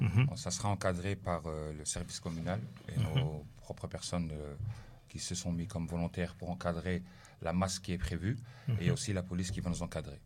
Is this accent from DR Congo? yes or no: yes; DR Congo; nous qui sommes congolais